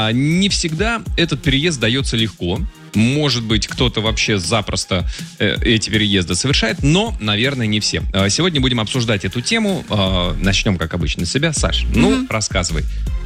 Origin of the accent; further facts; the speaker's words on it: Moscow, Russia; Я родился в Москве, учился в Москве, работал в Москве и так далее. Но я помню, как мы переезжали из моего родного района, где я родился и вырос, из Измайлова, переезжали в Орехово-Борисово.